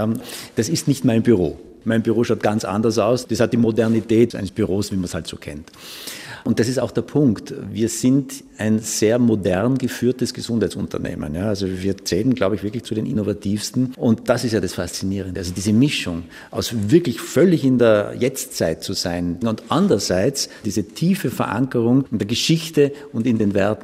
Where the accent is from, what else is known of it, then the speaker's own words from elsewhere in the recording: Tyrol, Austria; now in Vienna, Austria; ich bin in Tirol aufgewachsen und bin da schon sehr christlich sozialisiert worden, weil es einfach Teil unseres Dorflebens war. Ja. Ich bin da in einem kleinen Ort im Ötztal aufgewachsen.